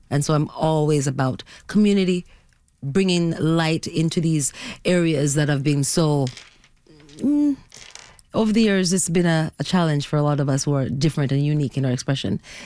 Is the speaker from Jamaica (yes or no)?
yes; Jamaica; Well, I was raised in Jamaica by my grandparents, who were strict Christians.